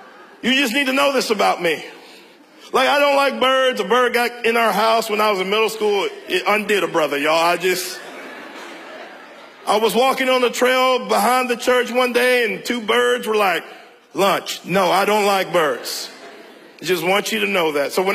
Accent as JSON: {"language": "English", "region": "the South", "country": "United States", "said": "Y'all, I'm from the South. When I think about a rocking chair, I'm thinking about Cracker Barrel, y'all."}